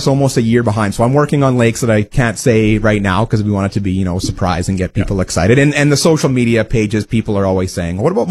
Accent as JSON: {"language": "English", "town": "Wawota", "region": "Saskatchewan", "country": "Canada", "tie": "born or raised there", "said": "growing up in Wawota, Saskatchewan. So I grew up in the southeast"}